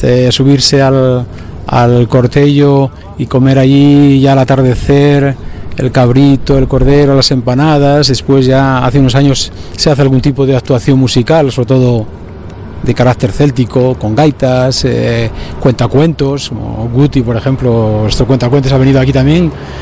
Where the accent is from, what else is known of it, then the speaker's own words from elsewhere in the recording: Lubián, Castile and León, Spain; nosotros que somos lobos de Lubián